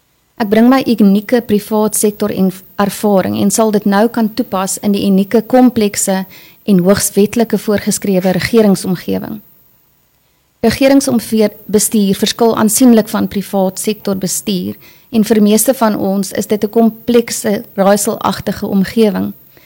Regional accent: Hartenbos, Western Cape, South Africa; Ek is gebore in Hartenbos, daar groot geword, lekker in die strate gespeel, veiligheid geniet en 'n baie, baie goeie kwaliteit lewe gehad. Ek het my hoërskool loopbaan aan hoërskool punt voltooi en het nog nooit in 'n ander dorp gewerk nie.

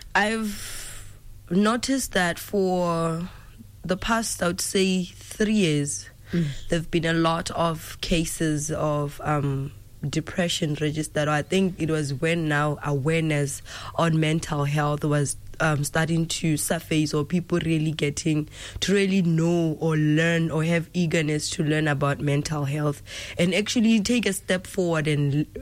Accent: Kanye, Southern District, Botswana; is a young woman, a Motswana woman, a mother, a worshipper, and a minister by calling. And I grew up in Kanye

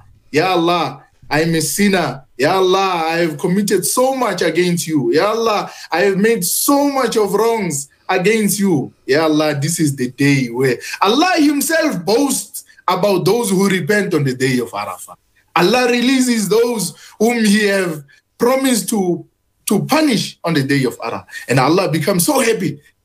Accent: Soweto, Gauteng, South Africa; me and the community in Soweto at large, as South African indigenous Muslims who accepted Islam, embraced Islam

